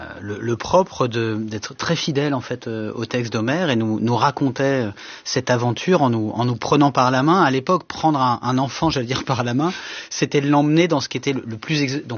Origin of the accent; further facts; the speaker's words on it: Le Havre, Normandy, France; Moi, j'ai grandi au Havre, alors ma professeure de grec nous ouvrait les portes de la Méditerranée